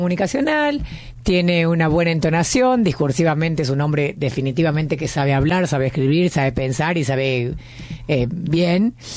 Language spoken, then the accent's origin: Spanish; Argentina; Yo soy más argentina que el dulce de leche.